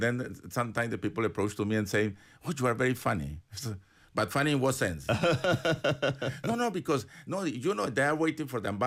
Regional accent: Colombia; English is a second language; moved away

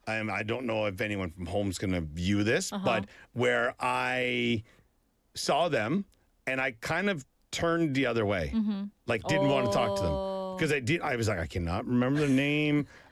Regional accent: Saint John, New Brunswick, Canada; moved away; my hometown, St. John, New Brunswick.

